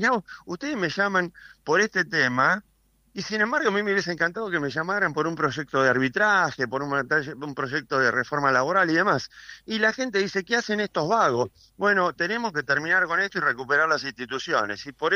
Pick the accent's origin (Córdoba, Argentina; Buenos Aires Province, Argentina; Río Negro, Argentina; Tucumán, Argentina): Río Negro, Argentina; Pero también yo soy de Río Negro